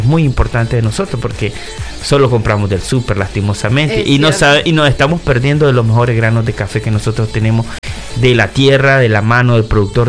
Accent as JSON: {"language": "Spanish", "country": "Nicaragua"}